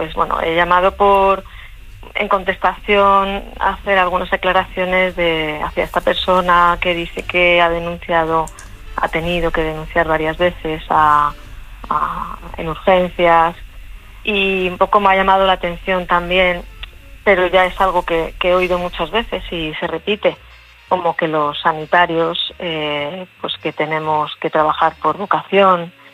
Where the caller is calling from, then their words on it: Madrid, Community of Madrid, Spain; soy de Madrid, pero en estos momentos estoy de vacaciones en el Mediterráneo.